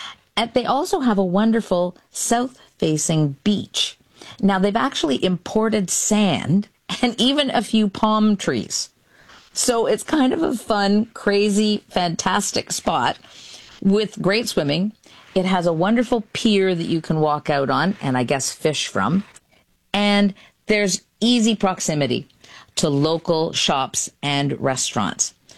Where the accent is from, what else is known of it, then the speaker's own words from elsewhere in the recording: Ontario, Canada; Now, I'm a polished granite kind of girl because I grew up in the Thousand Islands, and all the islands there are largely polished granite.